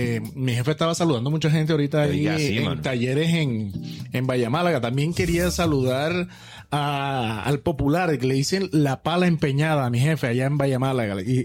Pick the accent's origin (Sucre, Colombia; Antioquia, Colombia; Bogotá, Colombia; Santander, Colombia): Sucre, Colombia; Coveñas; moved away; ir hasta Coveñas, a mi tierrita natal. Ustedes saben que yo soy de allá, nacido y criado en esa tierra sabanera espectacular